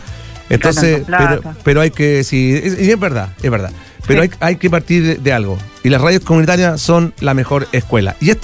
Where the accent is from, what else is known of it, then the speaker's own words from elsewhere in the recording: Quintero, Valparaíso, Chile; ustedes saben que yo vengo de mi comuna de Quintero y participé mucho en radios comunitarias.